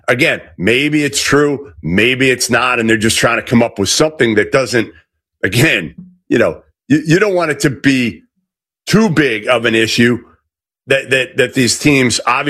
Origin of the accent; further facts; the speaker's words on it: Massachusetts, United States; I'm from Massachusetts, so I had seen A.J. since he was a sophomore in high school a bunch.